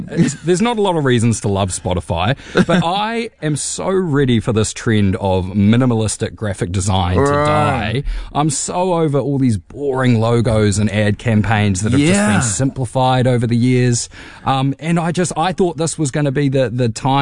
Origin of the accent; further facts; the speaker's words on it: Christchurch, Canterbury, New Zealand; now in Wellington, New Zealand; I'm from Christchurch